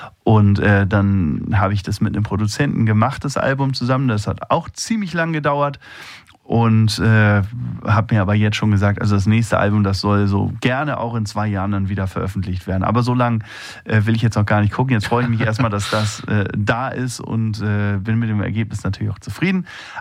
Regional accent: Schleswig-Holstein, Germany; ich natürlich auch ein Kind der Nordsee bin. Und der Ostsee natürlich genauso

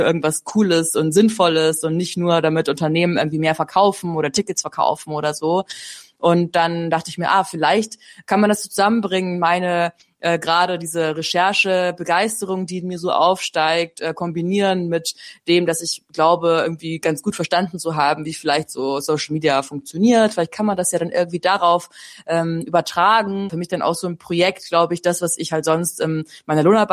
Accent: Bavaria, Germany; Ich komme ursprünglich aus Bayern.

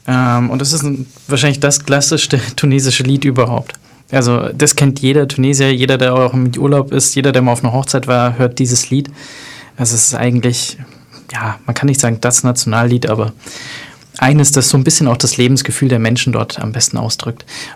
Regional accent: Germany; Einerseits bin ich in Deutschland aufgewachsen und das ist für mich ganz klar Heimat, weil es auch ganz viel Deutsches ist, was mich einfach auch geprägt hat.

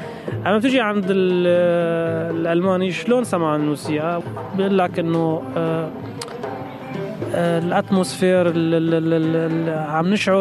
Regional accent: Aleppo, Aleppo Governorate, Syria; now in Berlin, Germany; نحن عنا بحلب، نحن كمان من حلب

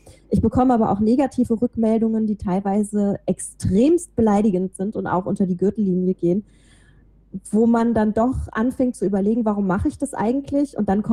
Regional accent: Rhineland, Germany; accent: Rhinelandic dialect; ich bin halt nun mal im Rheinland aufgewachsen

